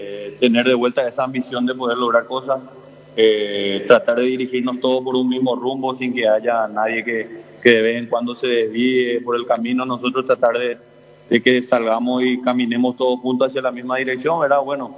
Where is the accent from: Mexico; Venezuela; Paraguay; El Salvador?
Paraguay; Asunción; moved away; Yo soy de Asunción, Barrio Jara.